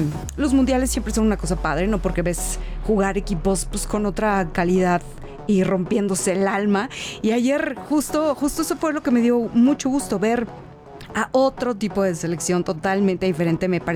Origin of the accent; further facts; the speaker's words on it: Mexico; todos somos mexicanos